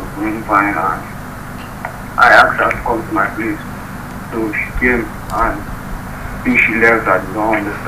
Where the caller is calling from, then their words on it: Nigeria; I'm calling from Danigua.